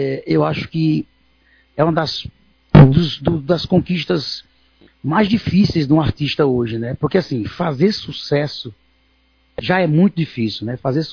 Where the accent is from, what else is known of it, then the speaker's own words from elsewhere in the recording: the sertão, Northeast Brazil, Brazil; moved away; Eu nunca imaginei de onde vim, né? Do sertão, do interior.